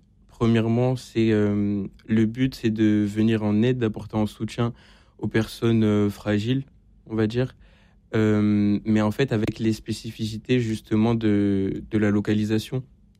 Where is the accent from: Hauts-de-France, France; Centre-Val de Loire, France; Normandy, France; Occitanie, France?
Occitanie, France; Montpellier; parce que de base, je viens de Montpellier.